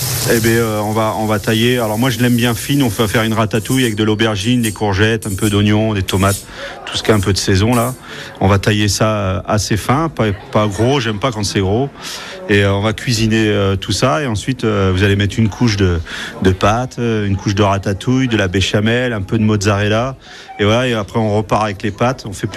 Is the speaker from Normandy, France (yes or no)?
yes; Normandy, France; moved away; au départ, je viens de Normandie